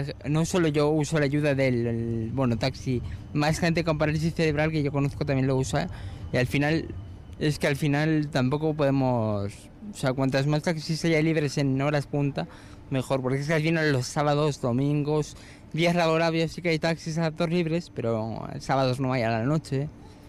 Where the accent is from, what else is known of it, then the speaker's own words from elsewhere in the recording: Basque Country, Spain; porque claro, yo soy de Salburua, he ido pidiendo a la gente que firmen